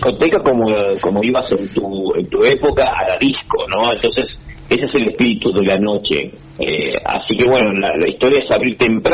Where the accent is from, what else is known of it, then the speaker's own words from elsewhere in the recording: Punta Alta, Buenos Aires Province, Argentina; born there; Nacimos en Punta Alta, tengo la verdad que muy buena experiencia con la gente de Punta Alta.